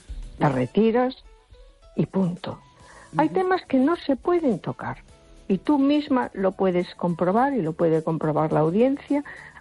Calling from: A Coruña, Galicia, Spain; Hola, buenas noches. … de Coruña.

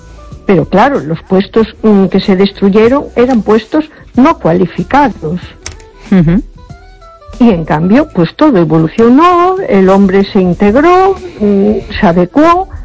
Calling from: A Coruña, Galicia, Spain; de Coruña.

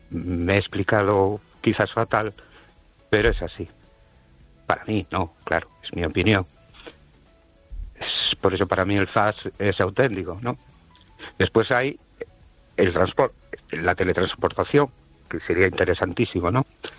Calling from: Brens, Galicia, Spain; de Brens.

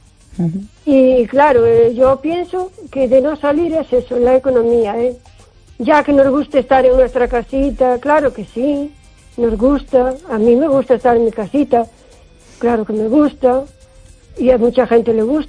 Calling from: O Carballiño, Galicia, Spain; de Carballiño.

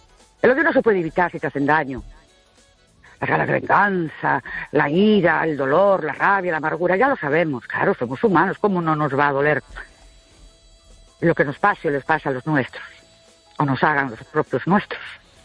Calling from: Ourense, Galicia, Spain; Buenas noches … de Orense.

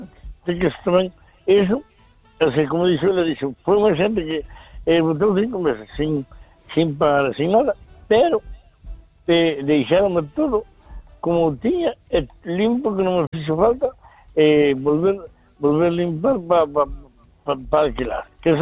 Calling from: Portomarín, Galicia, Spain; Un saludo muy cordial aquí de las tierras de Puerto Marín.

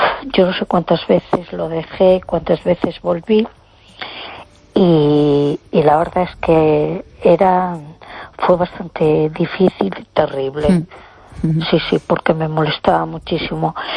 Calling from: A Coruña, Galicia, Spain; de Coruña.

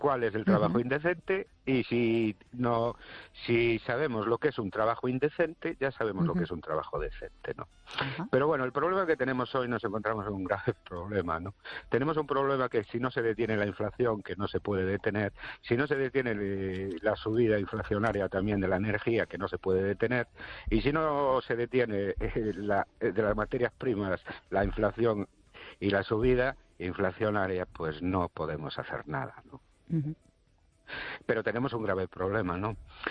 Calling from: Ourense, Galicia, Spain; de Orense.

